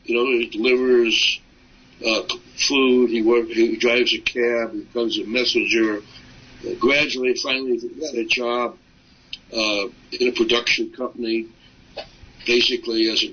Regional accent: Chicago, Illinois, United States; I didn't have very many friends in L.A. because I grew up in Chicago and I went to four different high schools. My family was moving all the time.

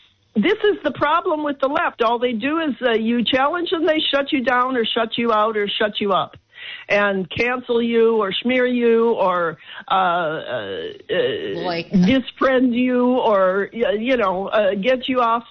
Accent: Chicago, Illinois, United States; moved away; when I grew up in Chicago.

